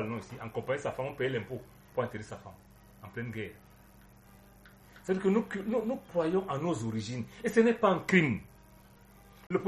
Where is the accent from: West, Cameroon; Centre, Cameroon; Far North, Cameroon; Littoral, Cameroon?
Centre, Cameroon; Makak; now in Yaoundé, Cameroon; Moi, je suis de Macaque.